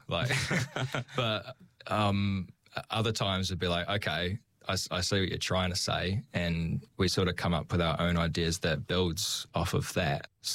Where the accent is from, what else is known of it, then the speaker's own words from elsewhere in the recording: Invercargill, Southland, New Zealand; moved away as an adult; now in Christchurch, New Zealand; I'm actually from Invercargill, so I only met them when I moved up here to Christchurch.